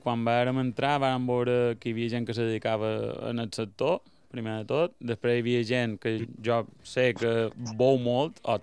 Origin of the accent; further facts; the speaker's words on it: Santa Maria del Camí, Balearic Islands, Spain; Nosaltres som de Santa Maria.